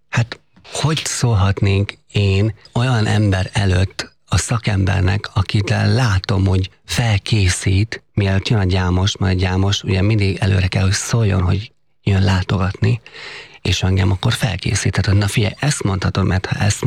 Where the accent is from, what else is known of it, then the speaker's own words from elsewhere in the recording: Heves, Hungary; Én Heves megyében nőttem föl. Az ottani rokonok vették meg a legtöbben